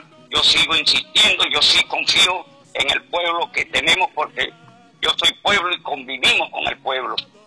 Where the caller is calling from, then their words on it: Venezuela